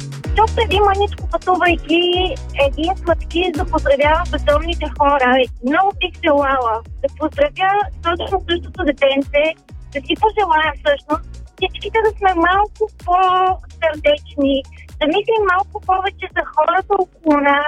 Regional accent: Blagoevgrad, Blagoevgrad Province, Bulgaria; now in Sofia, Bulgaria; Моя съм, принципно съм от Благоевград, но доста дълго време живея в София и в момента пътувам в прекрасните софийски улици.

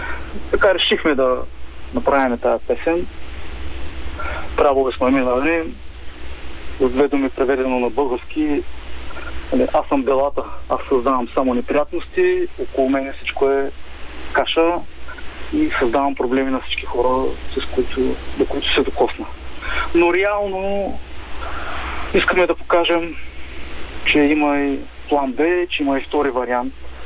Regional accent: Burgas, Burgas Province, Bulgaria; Да, ние сме от Бургас.

